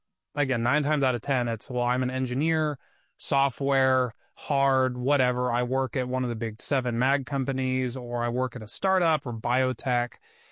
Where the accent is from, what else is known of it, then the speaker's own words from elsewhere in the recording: California, United States; I was used to growing up with smog. And so, like, as a kid, growing up in the Inland Empire, we'd go to our local water park